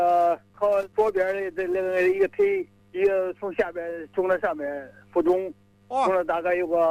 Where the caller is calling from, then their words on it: Tianmen, Hubei, China; 我们是湖北省天门市国营蒋福农场的